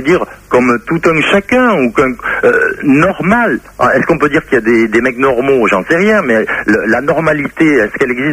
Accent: Mont-de-Marsan, Nouvelle-Aquitaine, France; born there; moi je suis issu du fin fond du Sud-Ouest. Je vais même dire la ville où je suis né. Je suis né à Mont-de-Marsan, 30 000 habitants.

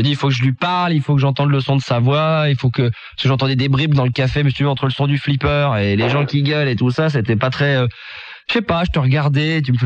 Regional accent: Paris, Île-de-France, France; now in Carpentras, France; Et voilà quoi, je suis de Paris à l'origine et là je traîne un peu sur Carpentras

